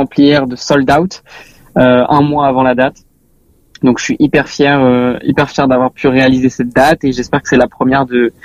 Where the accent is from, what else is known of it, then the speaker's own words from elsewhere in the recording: Tremblay-en-France, Île-de-France, France; parce que moi je viens de Tremblay en France. C'était la plus grande salle de ma ville